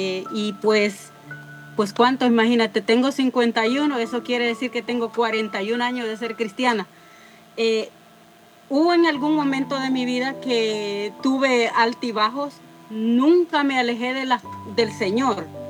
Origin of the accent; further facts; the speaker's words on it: El Salvador; Soy, primero, soy salvadoreña también, igual que tú, por ahí han dado, para los que no saben.